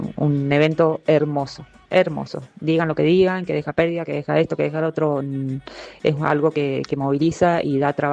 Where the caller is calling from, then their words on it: Rivadavia, Argentina; de Rivadavia.